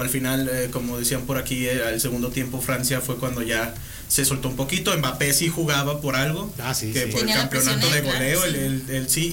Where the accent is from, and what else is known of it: Mexico